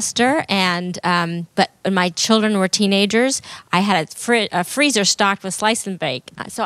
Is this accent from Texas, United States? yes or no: no; New York City, New York, United States; but I grew up in New York City, and we had a tiny kitchen